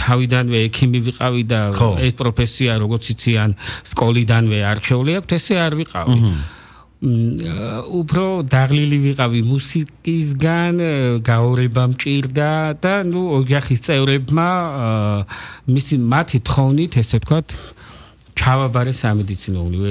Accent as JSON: {"language": "Georgian", "town": "Poti", "region": "Samegrelo-Zemo Svaneti", "country": "Georgia", "tie": "born or raised there", "moved": "as an adult", "said": "მე ფოთში დავიბადე, სკოლა ფოთში დავამთავრე."}